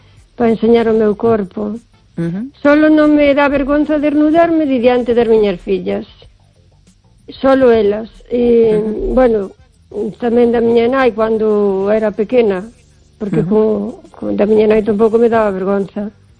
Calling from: O Carballiño, Galicia, Spain; Hola Esther, buenas noches … de Carballiño.

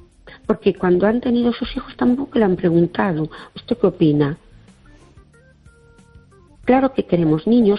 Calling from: Seville, Andalusia, Spain; de Sevilla.

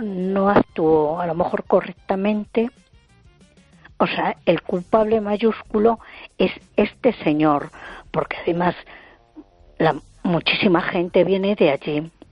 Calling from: A Coruña, Galicia, Spain; de Coruña.

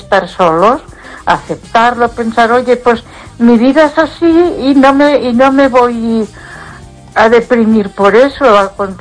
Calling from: Ponferrada, Castile and León, Spain; de Ponferrada, ¿cómo estás?

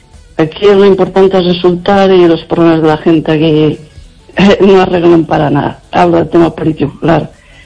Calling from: Lugo, Galicia, Spain

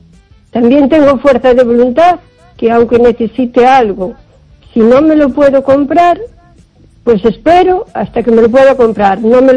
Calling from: O Carballiño, Galicia, Spain; Buenas noches, Esther … de Carballiño.

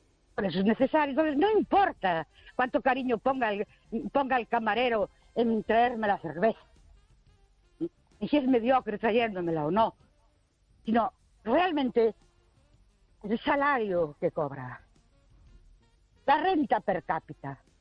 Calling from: Ourense, Galicia, Spain; de Ourense.

